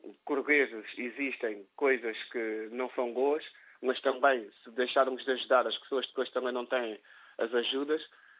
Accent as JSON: {"language": "Portuguese", "country": "Guinea-Bissau", "moved": "yes", "said": "A Guiné-Bissau, que é o meu país de origem"}